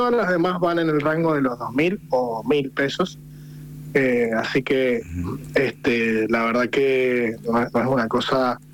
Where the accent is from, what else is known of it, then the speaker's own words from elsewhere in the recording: Valle Fértil, San Juan, Argentina; nosotros los residentes vallistos